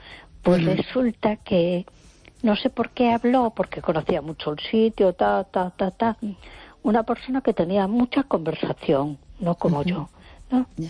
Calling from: A Coruña, Galicia, Spain; de Coruña.

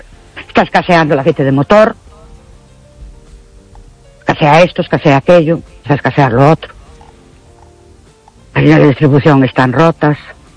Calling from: Ourense, Galicia, Spain; soy animadora de Urense.

